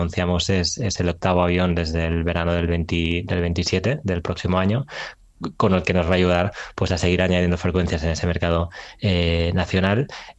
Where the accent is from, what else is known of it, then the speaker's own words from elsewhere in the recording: Barcelona, Catalonia, Spain; yo soy de Barcelona